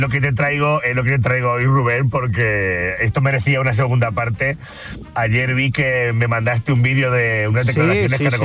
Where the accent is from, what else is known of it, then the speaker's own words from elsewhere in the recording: Picón, Castilla-La Mancha, Spain; born there; estoy en mi pueblo